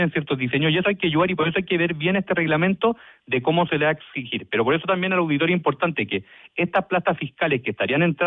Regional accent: Chile; yo también como ciudadano chileno, yo esperaría que los recursos públicos realmente se gasten con eficiencia

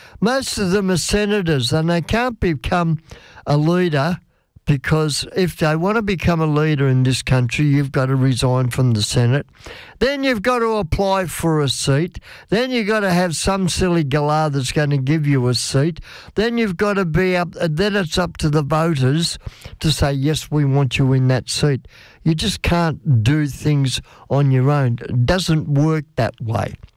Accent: Australia; I'm an Aussie. I'm born and bred Aussie.

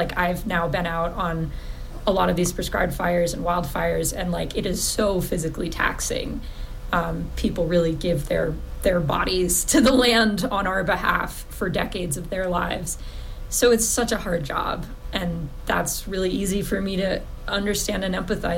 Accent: Northeast, United States; now in Taos, United States; I grew up in the Northeast and really don't have any relationship or like context for fire.

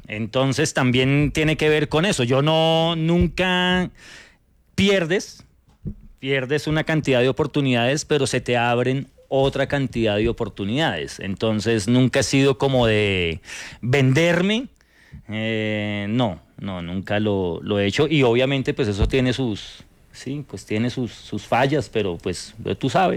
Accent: Bogotá, Colombia; De hecho, lo que nos unió fue el barrio, porque ella es de Venecia, Italia, y yo soy del rincón de Venecia.

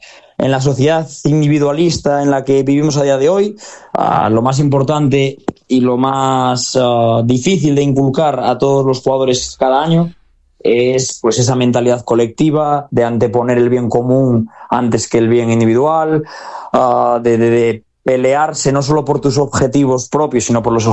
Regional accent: Galicia, Spain; para mí de afinidad al ser gallego

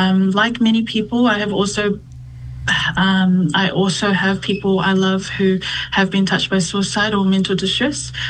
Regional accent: New Zealand; born there; I am a second generation Aotearoa born Samoan.

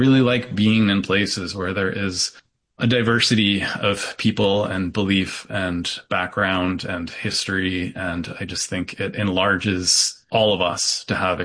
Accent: Syracuse, New York, United States; I'm not from rural New York. I'm from Syracuse, which is a reasonable sized city. But like a lot of the Rust Belt, it's been down on its luck for a long time.

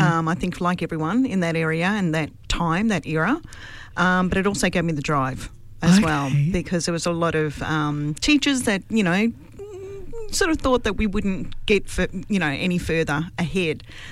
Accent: Logan, Queensland, Australia; I grew up in a poor home, a poor environment. Mm. A single mum, five kids. And growing up in Logan, I mean, it was great growing up around here.

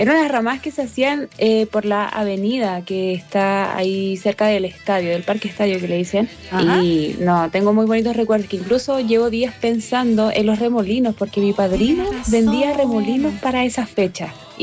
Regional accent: Victoria, Araucanía, Chile; moved away; cuando era chica en Victoria, mi pueblito.

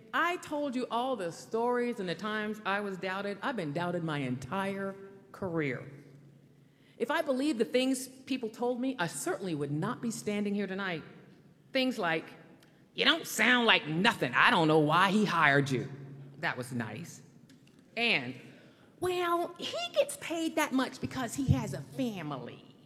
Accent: Salisbury, North Carolina, United States; in my hometown of Salisbury, North Carolina.

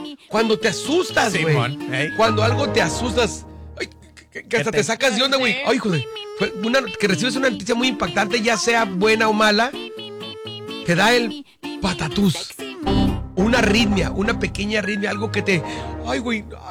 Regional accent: Mexico; terminan siendo para nosotros mexicanos empacho.

